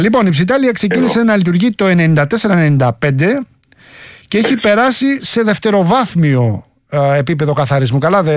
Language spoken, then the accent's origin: Greek; Rafina, Attica, Greece; στην πατρίδα μου στη Ραφίνα χτίζεται ένας βιολογικός εκεί